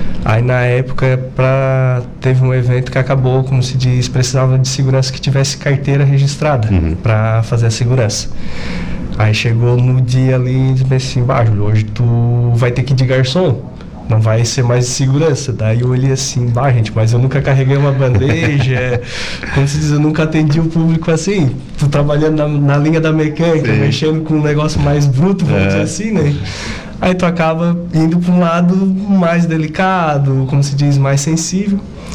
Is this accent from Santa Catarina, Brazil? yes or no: yes; Araranguá, Santa Catarina, Brazil; eu sou natural de Aranaguá mesmo, né? Tenho 39 anos